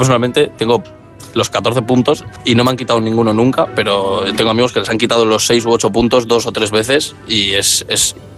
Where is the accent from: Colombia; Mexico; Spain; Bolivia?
Spain; está hecho para los españoles que somos muy cabezones y muy de hacer lo que nos da la gana